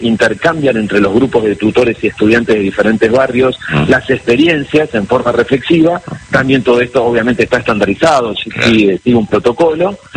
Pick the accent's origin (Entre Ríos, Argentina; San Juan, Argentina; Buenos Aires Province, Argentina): Buenos Aires Province, Argentina; moved away; Yo nací en Capital, viví siempre en el conurbano bonaerense